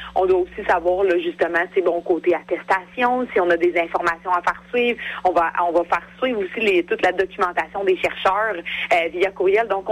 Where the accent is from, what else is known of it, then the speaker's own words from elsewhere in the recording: Quebec, Canada; directement chez nous, au Québec, au Range Kimeyan.